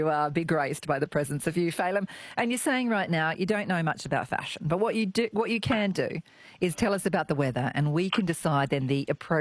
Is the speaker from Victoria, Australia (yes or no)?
no; Brisbane, Queensland, Australia; the best thing about growing up in Brisbane in terms of schooling was the Ekka public holiday.